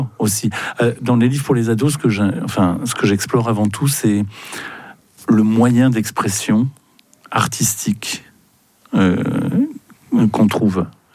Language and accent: French; Grand Est, France; born or raised there